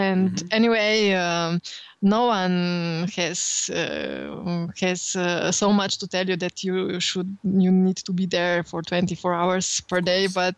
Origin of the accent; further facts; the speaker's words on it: Maribor, Drava, Slovenia; born there; English is a second language; Well, first, because I was born in Maribor, I attended high school there and I took lessons from piano, theoretical class and viola.